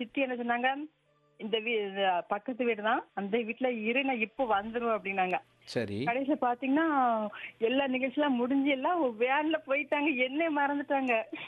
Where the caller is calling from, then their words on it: Thirukkurungudi, Tamil Nadu, India; நீ எந்த ஊரு அப்படின்னா, நாங்க திருக்குறுங்குடி அப்படின்னு சொன்னேன்.